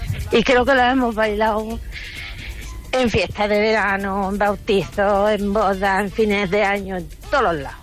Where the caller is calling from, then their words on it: Palma, Balearic Islands, Spain; de Palma de Mallorca.